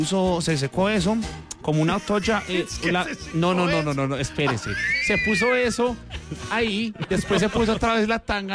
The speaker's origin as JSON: {"language": "Spanish", "town": "Yolombó", "region": "Antioquia", "country": "Colombia", "said": "Nosotros somos de Yolombó."}